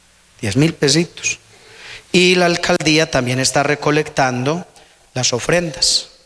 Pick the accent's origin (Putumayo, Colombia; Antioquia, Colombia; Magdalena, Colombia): Antioquia, Colombia; Liborina; Que campamento se la regale a la parroquia de San Diego en Liborina